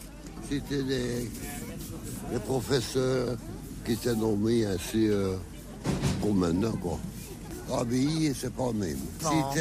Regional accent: Floreffe, Wallonia, Belgium; born or raised there

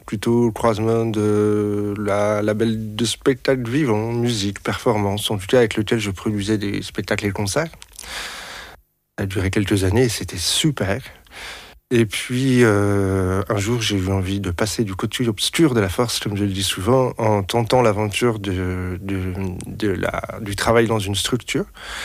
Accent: France; now in Belgium; je suis français, excusez-moi, je n'ai pas fait exprès. Et je suis arrivé en Belgique il y a un petit peu, à peine 2 ans

